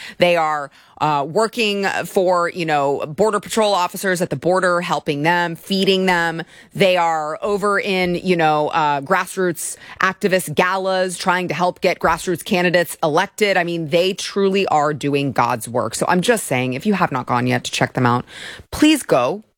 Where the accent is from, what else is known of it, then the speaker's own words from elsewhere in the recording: United States; because I'm an American